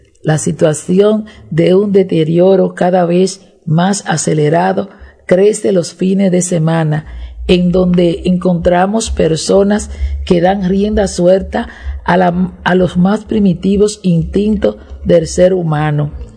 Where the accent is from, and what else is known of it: Dominican Republic